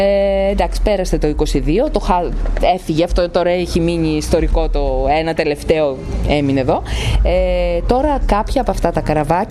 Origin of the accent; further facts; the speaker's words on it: Kavala, Eastern Macedonia and Thrace, Greece; now in Kallirachi, Greece; Εγώ την έζησα την Καβάλα σαν μαθήτρια, γιατί εκεί μεγάλωσα, εκεί πήγαινα σχολείο.